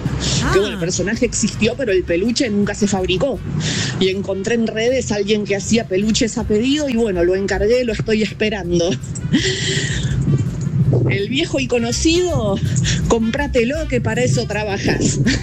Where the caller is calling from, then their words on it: Buenos Aires, Argentina; de Buenos Aires, Argentina.